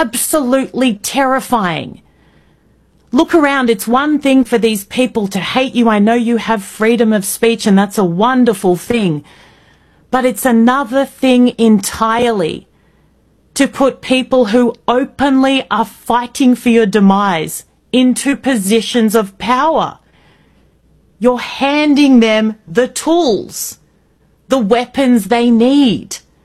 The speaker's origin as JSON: {"language": "English", "country": "Indonesia", "tie": "born or raised there", "also_born_or_lived": "Australia"}